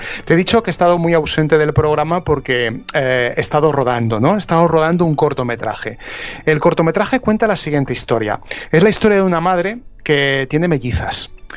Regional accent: Zaragoza, Aragon, Spain; born there; en Zaragoza, en la ciudad donde yo nací.

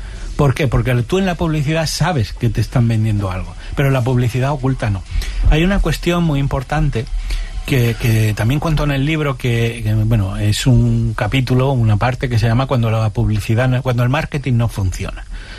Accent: Extremadura, Spain; Claro, yo soy extremeño. Mi abuela extremeña de toda la vida, nació en 1820.

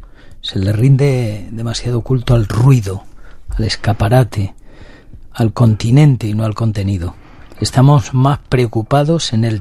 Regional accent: Montiel, Castilla-La Mancha, Spain; Castilla-La Mancha, en mi tierra, en Montiel.

